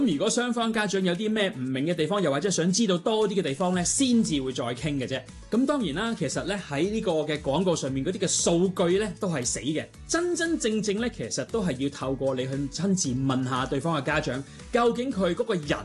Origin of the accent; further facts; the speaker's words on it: Hong Kong; 对我作为香港人嚟讲啦